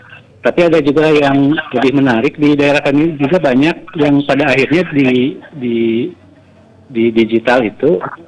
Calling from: West Java, Indonesia

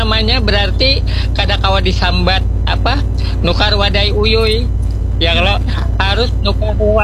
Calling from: Banjar, South Kalimantan, Indonesia; saya sebagai warga Banjar atau Kalimantan, Banua Kalimantan Selatan

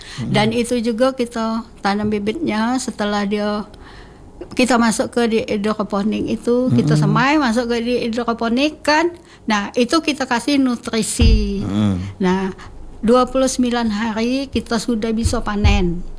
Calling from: Palembang, South Sumatra, Indonesia; Saya dari Kelurahan Plaju Ulu, Kecamatan Plaju, Puskesmas Plaju.

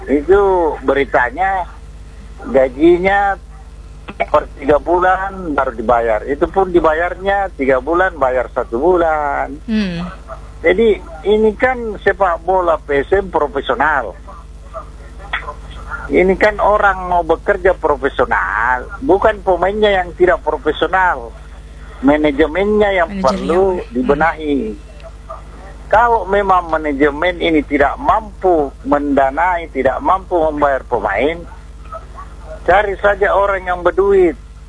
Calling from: Parepare, South Sulawesi, Indonesia; lagi menikmati kurban di Pare-Pare ini.

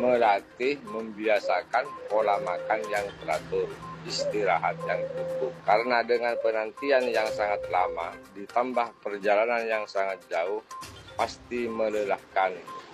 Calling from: Madura, East Java, Indonesia; Saya selaku orang Madura

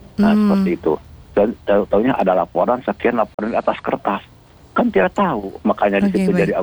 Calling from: West Java, Indonesia; saya kalau penduduk Kabupaten Bandung Timur, kalau nyangkul sehari-hari ada di Kabupaten Garut karena perbatasan dengan Garut.

